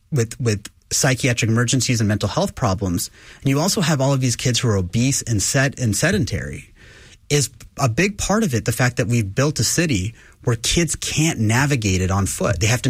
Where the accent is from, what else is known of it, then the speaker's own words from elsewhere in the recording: Houston, Texas, United States; also born or lived in Philadelphia; I was born here in Houston. I'm a swamp baby. I was born at the hospital I work at, Memorial Hermann, wow. TNC. So it's my hometown, and my whole mentality is this is the only Houston we get.